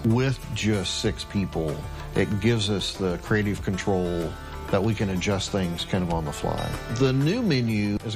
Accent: Oklahoma, United States; growing up in Oklahoma, my earliest memories are being in the garden with my grandmother, something I still remember to this day.

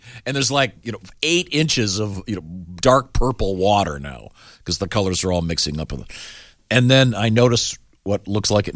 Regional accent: United States; I am an American.

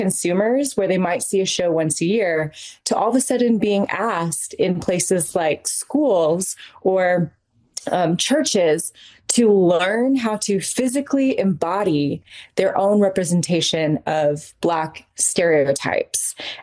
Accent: Anaheim, California, United States; I grew up in Anaheim, California, right in the shadow of Disneyland, very much a union working class family.

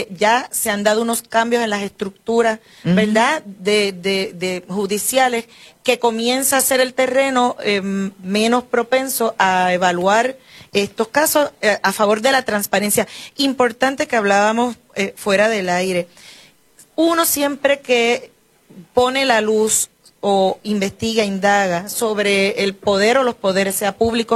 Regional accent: Puerto Rico; soy la primera puertorriqueña seleccionada en el JSK Fellowship

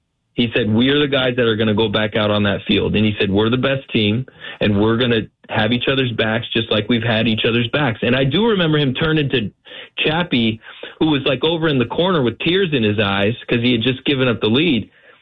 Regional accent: Illinois, United States; I'm from Illinois

